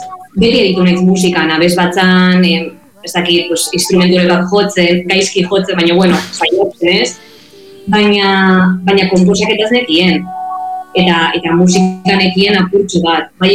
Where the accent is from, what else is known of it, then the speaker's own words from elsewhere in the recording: Vitoria-Gasteiz, Basque Country, Spain; now in Barcelona, Spain; Bai, bai, Gasteiztarra naiz, baina duela mala urte etorri nintzen Bartzelonara ikastera, eta momentu zemendik nabil, baina, bueno, nik beti esaten dut Gasteiztarra naizela eta euskalduna naizela